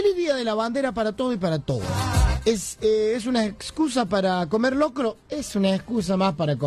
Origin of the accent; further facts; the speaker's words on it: Argentina; Como argentinos debemos reconocer que es la excusa más linda de poner una bandera en la ventana de nuestras casas